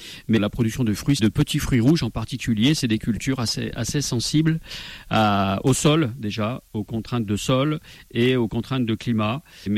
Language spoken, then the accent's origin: French; Saint-Étienne, Auvergne-Rhône-Alpes, France; Je n'étais pas issu d'une famille du monde agricole. Je suis stéphanois.